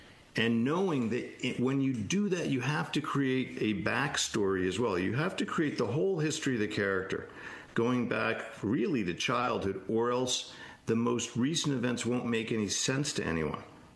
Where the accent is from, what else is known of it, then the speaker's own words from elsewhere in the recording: Newburyport, Massachusetts, United States; Happens to be my hometown, Newburyport, Mass.